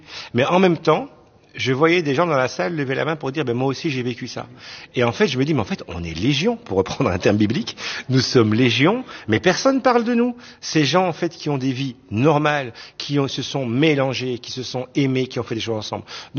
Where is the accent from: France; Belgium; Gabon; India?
Belgium; Ma première couche, je suis belge. La deuxième, je suis d'origine marocaine. Elle se superpose. Ce n'est pas antinomique. La troisième, je suis de confession musulmane.